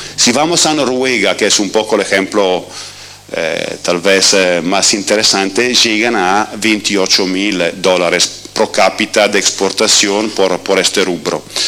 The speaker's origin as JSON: {"language": "Spanish", "country": "Italy", "second_language": "Spanish", "said": "Yo llego de Italia, soy italiano, y veo como no existe que sea una industria que promueva este discurso."}